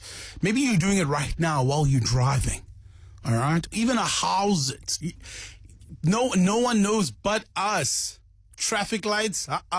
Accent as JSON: {"language": "English", "country": "South Africa", "said": "knows except for us South Africans. Sitting out in Boksburg, how about you?"}